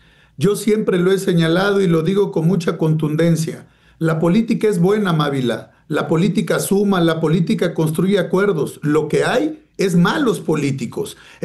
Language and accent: Spanish; Mexico; Y te voy a poner el ejemplo que mejor conozco, porque soy mexicano. Esto sucedió en México.